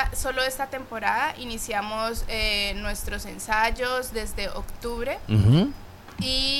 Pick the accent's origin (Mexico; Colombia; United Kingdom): Colombia; Venimos de Colombia.